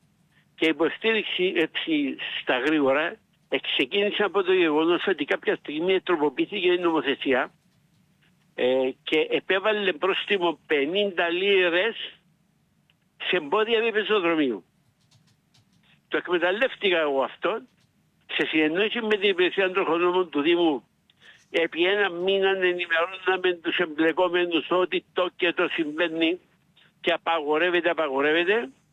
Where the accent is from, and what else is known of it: Germasogeia, Limassol District, Cyprus; born there